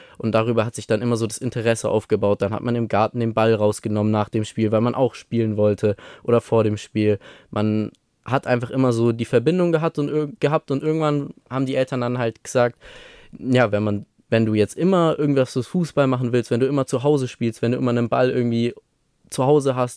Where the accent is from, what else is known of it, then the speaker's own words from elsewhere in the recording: Stuttgart, Baden-Württemberg, Germany; born there; bin ich in Stuttgart geboren worden